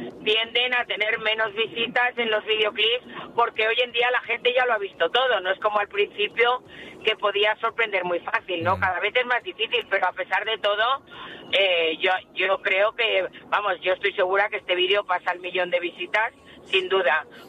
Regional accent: Barcelona, Catalonia, Spain; moved away; ir a Cataluña, a mi tierra, a Barcelona, siempre es un placer

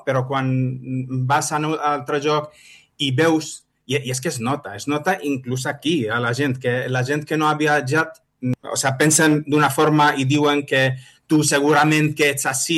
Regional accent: Baghdad, Baghdad Governorate, Iraq; Catalan is a second language; moved away as an adult; also born or lived in Alicante / Burjassot, Valencia; now in Catalonia, Spain; jo que sóc de Bagdad, mai havia vist un desert fins a la guerra.

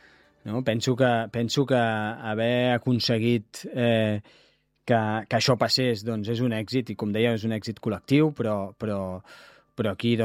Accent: Catalonia, Spain

